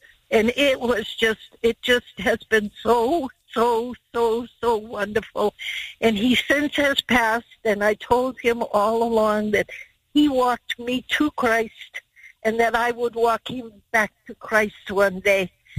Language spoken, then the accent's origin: English; Boston, Massachusetts, United States; now in Fort Myers, United States; I grew up in Boston.